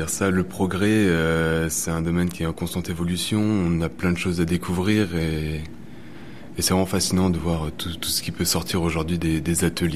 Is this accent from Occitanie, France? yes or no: no; Brest, Brittany, France; étant brestois depuis que je suis tout petit.